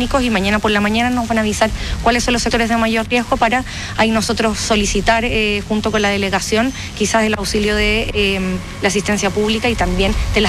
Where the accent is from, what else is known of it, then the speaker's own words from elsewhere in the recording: Viña del Mar, Valparaíso, Chile; Somos Viña Marina, somos Viña Marino, tenemos historia de desastre en Chile, somos súper chilenos